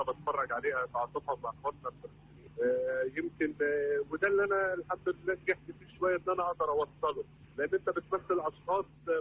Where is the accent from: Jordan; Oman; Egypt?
Egypt; إحنا كمصريين